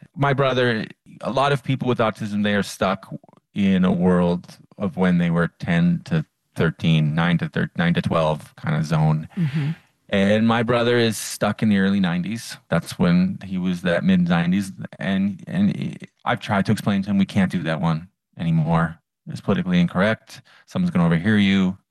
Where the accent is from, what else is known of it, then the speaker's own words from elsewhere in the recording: Ottawa, Ontario, Canada; Ottawa, my hometown